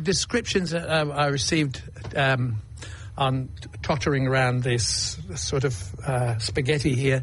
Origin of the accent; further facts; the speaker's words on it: West Midlands, United Kingdom; now in England–Wales border, United Kingdom